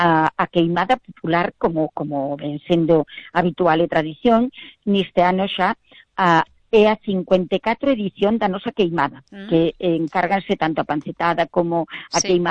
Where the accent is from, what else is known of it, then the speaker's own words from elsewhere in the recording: Mandán, Galicia, Spain; Pois sí, porque vouche contar, xa fai 40 anos, eu xa fora... da Comisión de Festas en Mandán, no meu pobo.